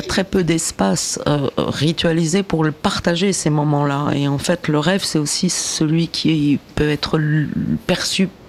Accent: France; parce que ici, chez nous, en France

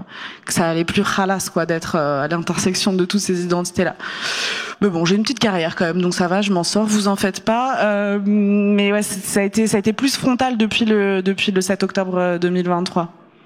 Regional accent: Pays de la Loire, France; born there; also born or lived in Algeria; Moi, je suis née en Algérie en plus, donc j'ai vraiment vu le grand écart entre les deux. Je rappelle la Vendée, voilà, mon adolescence, c'était compliqué.

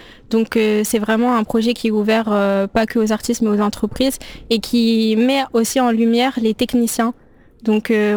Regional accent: Senegal; also born or lived in Romania; now in Paris, France; il faut savoir que j'ai grandi à l'étranger, j'ai grandi 3 ans en Roumanie, 3 ans et demi en Roumanie, j'ai grandi au Sénégal

